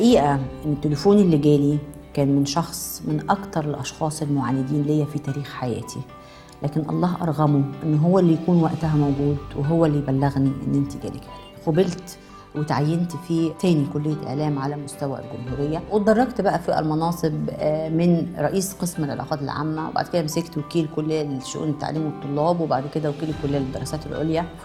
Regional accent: Minya, Minya Governorate, Egypt; moved away; لان انا جاية من المنيا يعني مش من القاهرة

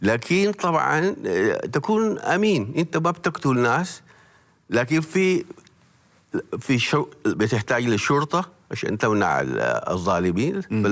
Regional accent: Sudan; كسوداني أنا عندي مسؤولية إنه بلدي القوانين فيها تكون مضبوطة

